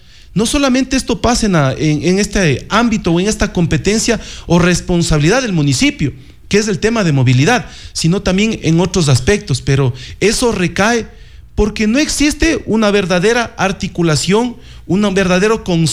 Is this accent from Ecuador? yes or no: yes; Riobamba, Chimborazo, Ecuador; born there; la parroquia Yaruquíes, en donde yo nací